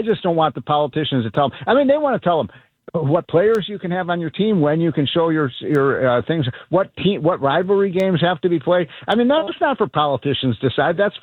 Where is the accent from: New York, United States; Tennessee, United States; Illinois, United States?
Illinois, United States; Chicago; my hometown of Chicago